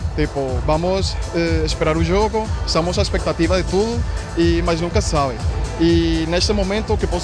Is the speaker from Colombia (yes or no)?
yes; Colombia; Isso para mim é gratificante, porque eu como imigrante, não sei, sinto essa falta, essa saudade da minha terra, do meu país.